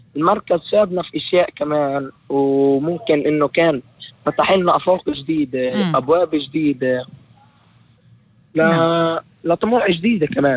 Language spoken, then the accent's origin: Arabic; Jerusalem, Palestine; أنا من القدس.